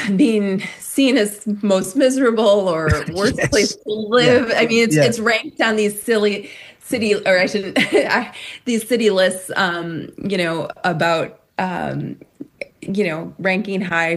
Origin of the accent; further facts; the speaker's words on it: Rockford, Illinois, United States; Yeah, so the novel's set in Rockford, Illinois, and that is my hometown. It's where I live. It's where I have worked in child welfare for almost 2 decades.